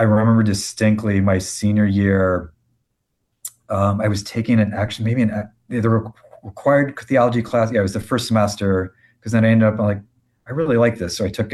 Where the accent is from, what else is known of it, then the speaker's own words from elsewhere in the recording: Naperville, Illinois, United States; But then that was the only real Christian preschool in my hometown of Naperville, or at least walking distance, I guess. And then K-12 was public school.